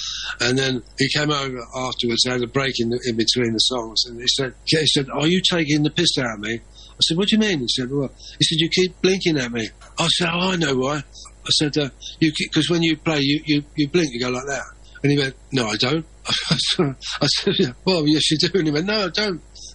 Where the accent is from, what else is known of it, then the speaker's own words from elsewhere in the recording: London, United Kingdom; growing up in the East End of London after the Second World War, we played on bomb ruins and stuff like